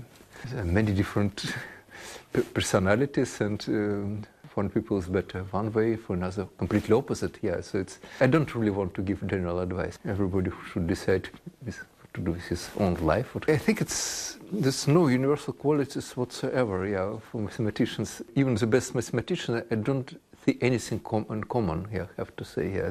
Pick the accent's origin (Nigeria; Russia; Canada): Russia; English is a second language; You see, because I'm from Russia and I never been on the east of Ural Mountains in Russia, so I've seen only in very little of western part.